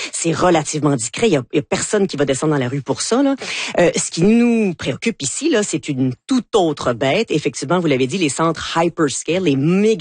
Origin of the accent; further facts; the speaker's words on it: Quebec, Canada; Puis nous, au Québec, imaginez-vous donc que nous ne pas si opposés que ça, finalement.